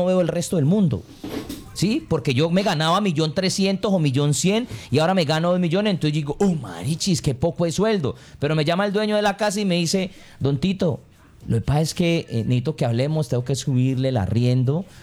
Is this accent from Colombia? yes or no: yes; Colombia